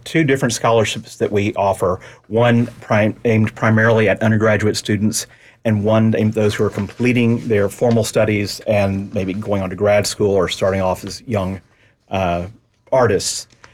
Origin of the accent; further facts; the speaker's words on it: Beaumont, Texas, United States; moved away as an adult; also born or lived in Houston / Austin; I'm originally from Beaumont, and I came over to Houston for college.